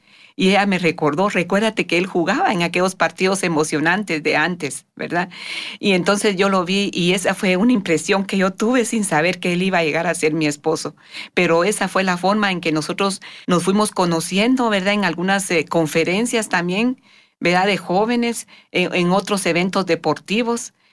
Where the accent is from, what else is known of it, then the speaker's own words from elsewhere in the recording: Quetzaltenango, Guatemala; yo nací en Guatemala, en Quetzaltenango, Guatemala, ¿verdad? Ahí me crié yo con tres hermanos más, somos cuatro en la familia, dos varones y dos mujeres, mis padres también de Guatemala.